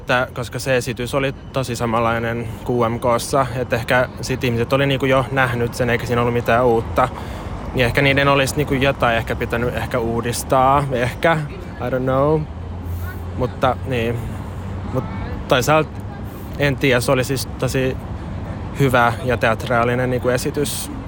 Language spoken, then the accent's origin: Finnish; Helsinki, Uusimaa, Finland; 22-vuotias Helsingistä.